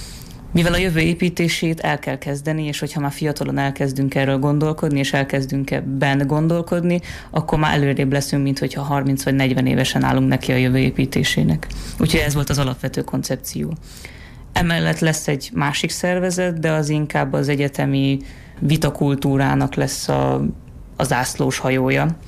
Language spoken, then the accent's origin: Hungarian; Hungary; akkor is mi magyarok vagyunk. Megvan a sajátos világlátásunk, megvan a sajátos nemzeti karakterisztikánk.